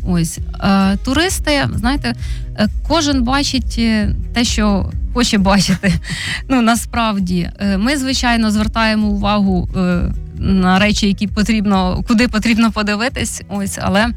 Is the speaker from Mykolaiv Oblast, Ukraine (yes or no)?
no; Vinnytsia, Vinnytsia Oblast, Ukraine; Я не корінна, але свідоме своє життя, ну це з першого класу, я вже живу в Вінниці.